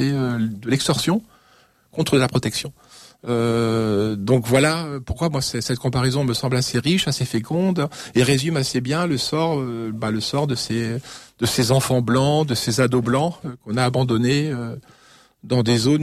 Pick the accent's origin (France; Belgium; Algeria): France; Paris, Île-de-France; Moi, je suis parisien. Alors, je suis trop jeune, certes. Mais mes parents sont parisiens. Petit bourgeois, mais quand même néanmoins parisien.